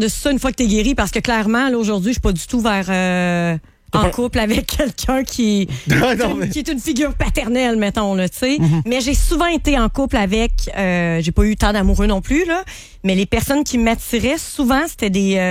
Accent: Quebec City, Quebec, Canada; Moi, je suis née à Val-Belair.

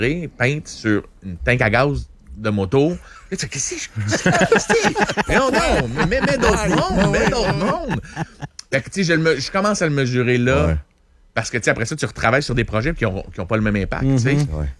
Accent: Repentigny, Quebec, Canada; Tu sais, j'étais de Repentigny à l'époque. Mais je suis encore de là, mais j'habite plus là.

